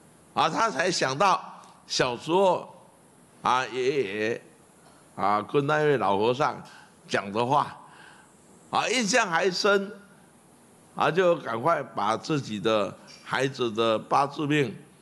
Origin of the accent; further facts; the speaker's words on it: Zhongliao, Nantou County, Taiwan; 他请他到我家乡啊，到我家乡的中寮啊